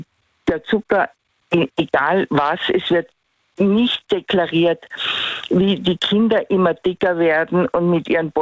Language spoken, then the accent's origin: German; Tyrol, Austria; accent: Tyrolean; Also, ich muss meinen Tiroler Akzent drosseln, sonst verstehen wir uns falsch.